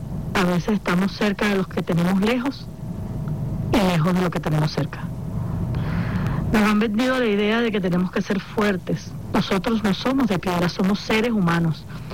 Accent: Venezuela; somos hermanos venezolanos que nos necesitamos los unos a los otros

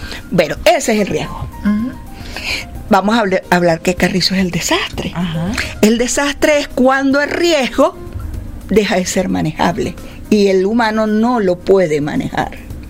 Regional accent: Venezuela; Que es un defecto de nosotros como venezolanos.

